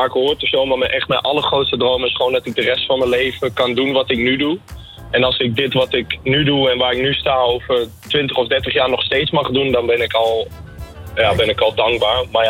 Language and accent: Dutch; Hengelo, Overijssel, Netherlands; born there; Ik ben in Hengelo.